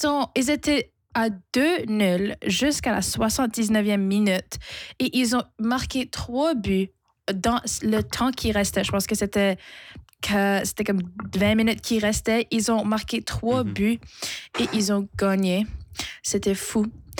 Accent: Morocco; je suis marocaine et j'adore mon pays

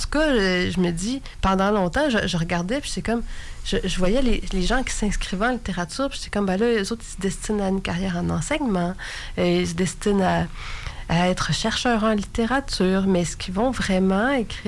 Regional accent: Quebec, Canada; moved away; moi, je viens quand même du fin fond d'Abitibi, puis j'étais pas mal loin du milieu littéraire, on pourrait dire que j'étais à peu près à 1000 kilomètres.

